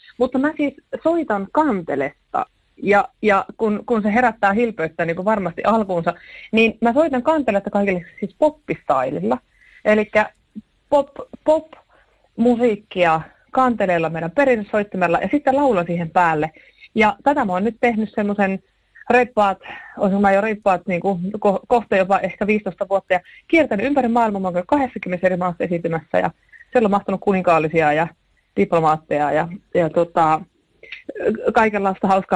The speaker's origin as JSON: {"language": "Finnish", "town": "Oulainen", "region": "North Ostrobothnia", "country": "Finland", "tie": "born or raised there", "said": "mä oon Oulaisissa syntynyt ja kasvanut"}